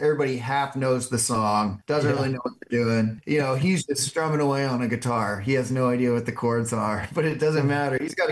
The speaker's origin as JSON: {"language": "English", "town": "Magnolia", "region": "Texas", "country": "United States", "said": "We've been best friends since we were 15 years old. We're from Magnolia, Texas."}